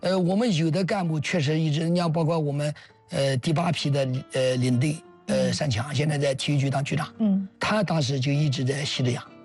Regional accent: Anhui, China; 当时山南的那个军红军司令是我们安徽人

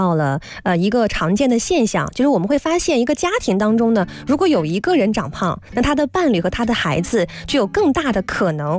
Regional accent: Guangdong, China; 那可能也跟我们广东人饭前喜欢先喝点汤有关啊

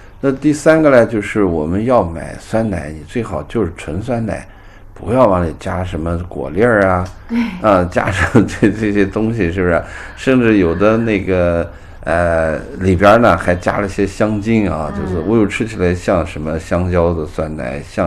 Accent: Xinjiang, China; 咱们新疆人

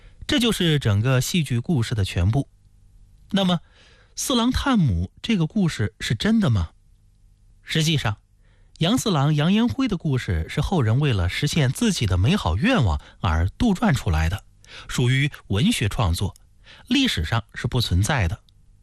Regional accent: Hebei, China

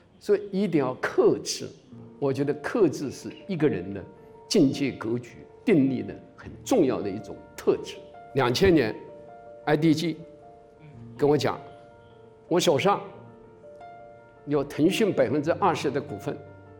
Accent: Hunan, China; 因为我是湖南人

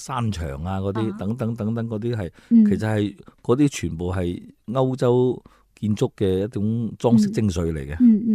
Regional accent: Jiangmen, Guangdong, China; 喺江门，我哋家乡

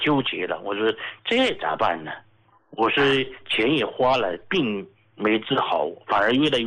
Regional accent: Sichuan, China; accent: Sichuanese; now in Chongqing, China; 用我们四川话讲呢，那睡得踏实了。

